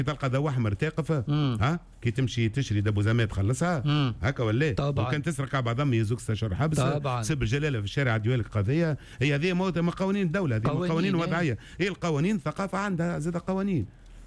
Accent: Sousse, Sousse Governorate, Tunisia; سوسه انا في صغري الكل عديته في سوسه

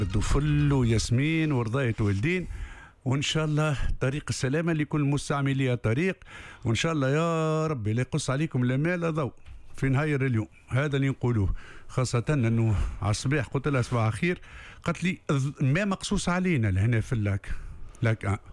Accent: Tunisia; accent: Tunisian; بلهجتنا التونسيه

